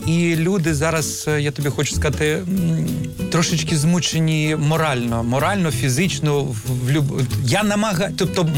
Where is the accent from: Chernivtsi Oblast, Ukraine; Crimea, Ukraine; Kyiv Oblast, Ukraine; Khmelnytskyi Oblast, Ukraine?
Crimea, Ukraine; born there